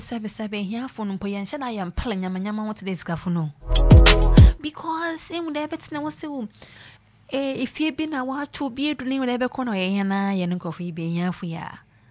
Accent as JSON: {"language": "English", "country": "Ghana"}